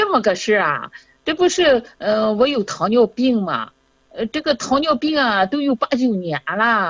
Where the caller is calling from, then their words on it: Shandong, China; 我是山东的。